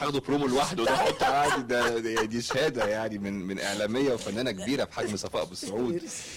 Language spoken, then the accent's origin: Arabic; Egypt; ان احنا مصريين، ان احنا عرب